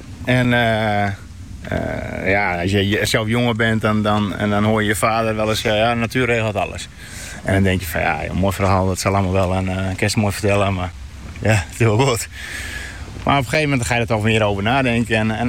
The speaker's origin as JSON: {"language": "Dutch", "town": "Sneek", "region": "Friesland", "country": "Netherlands", "tie": "born or raised there", "also_born_or_lived": "Iesbrechtum", "said": "Kijk, ik kom uit Sneek. En ik ben geboren in Iesbrechtum en op mijn 7e naar Sneek verhuisd."}